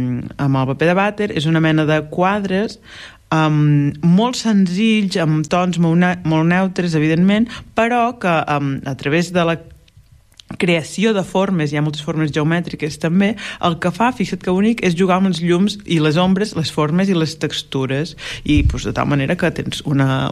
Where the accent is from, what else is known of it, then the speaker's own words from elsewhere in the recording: Blancafort, Catalonia, Spain; Tu ja saps que jo soc de Blancafort … modista de Blancafortina, poble de 400 habitants, al Conca de Barberà.